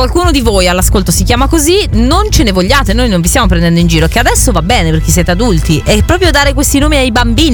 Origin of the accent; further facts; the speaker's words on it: Southern Italy, Italy; anch'io sono terrona.